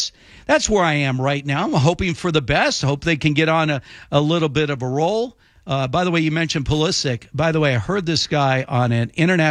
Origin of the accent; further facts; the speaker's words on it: United States; that's exciting to me as an American.